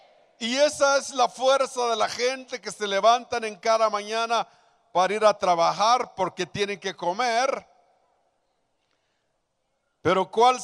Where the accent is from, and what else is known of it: Mexico